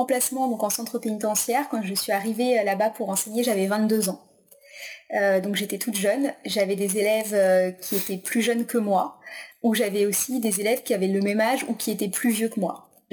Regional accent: Brittany, France; now in Tours, France; Alors donc je suis de Bretagne, originaire de Bretagne, ma famille vit en Bretagne, donc j'ai fait mes études à l'université de Rennes.

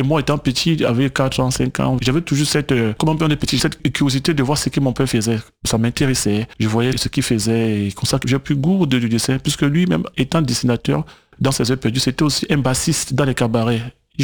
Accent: Port-Gentil, Ogooué-Maritime, Gabon; je suis né à Port-Gentil, mais de parents camerounais.

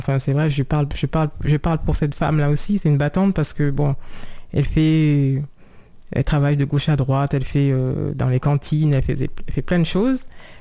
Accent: Saint-Cloud, Île-de-France, France; born there; Je suis née en France, à Saint-Cloud, dans les Hauts-de-Seine.

